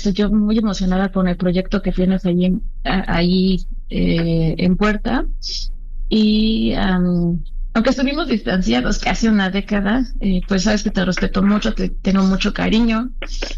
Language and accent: Spanish; Mexico City, Mexico; now in Cuernavaca, Mexico; bueno, yo soy de la Ciudad de México.